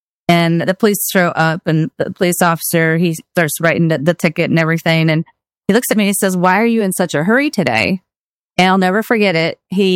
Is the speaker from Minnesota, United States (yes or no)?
yes; Minnesota, United States; I was born in 1974, grew up in a small town, 1,200 people, northern Minnesota, with one traffic light.